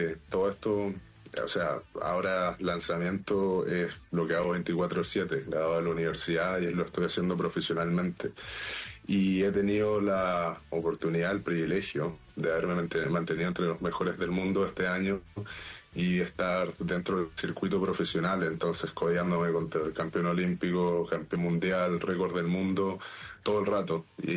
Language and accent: Spanish; Chile; now in Europe; Así que ahora el 10 de septiembre vuelvo a Chile.